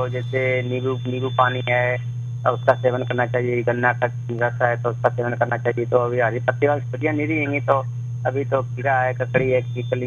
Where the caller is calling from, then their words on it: Farrukhabad, Uttar Pradesh, India; बात कर रहा हूँ, डिस्ट्रिक्ट फर्रुखाबाद उत्तर प्रदेश से पड़ता है, मेरा जिला है, उसे मंडल में लगता है, कानपुर में लगता है, तो छोटा सा जिला है